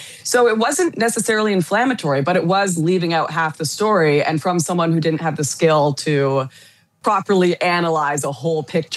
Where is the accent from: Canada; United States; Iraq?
Canada; Surrey, British Columbia; born there; I was born in Surrey, British Columbia, Canada, and I grew up a pretty regular working class background